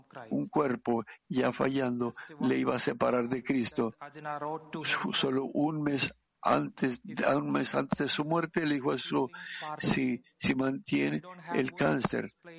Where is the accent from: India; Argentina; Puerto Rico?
India; Spanish is a second language; como yo, que vengo de la India